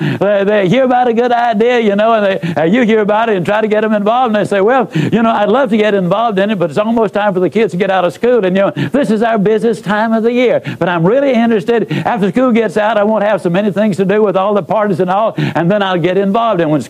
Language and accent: English; Yazoo City, Mississippi, United States; I was raised in Yazoo City, Mississippi. Now, I know a lot of people go around the country bragging about being from Yazoo City, but I really am.